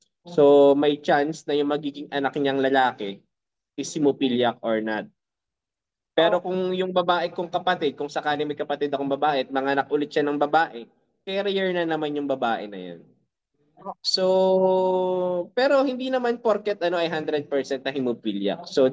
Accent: Mimaropa, Philippines; Pero ako sinacrifice ko yon at umuwi talaga ako ng Mindoro. Dito talaga ako nag-focus.

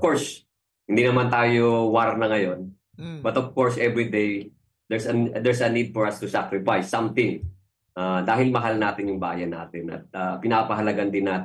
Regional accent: Manila, Metro Manila, Philippines; Of course, I grew up in Manila, and Manila is a very historical place. Marami akong nakita, no? I grew up in a slum, no?

